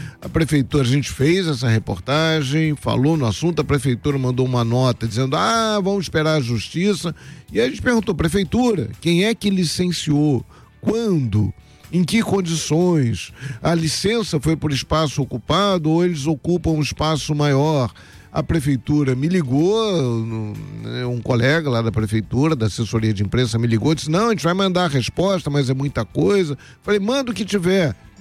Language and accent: Portuguese; Rio de Janeiro, Brazil